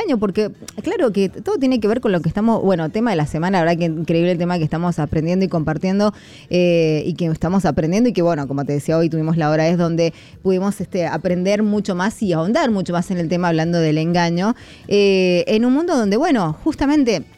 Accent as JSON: {"language": "Spanish", "country": "Argentina", "said": "nosotros los argentinos"}